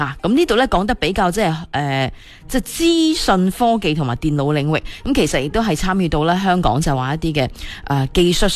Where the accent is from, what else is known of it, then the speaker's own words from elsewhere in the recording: Foshan, Guangdong, China; 咁亦都系有嚟自我哋顺德乐松嘅老乡，亦都系我哋佛山人啦。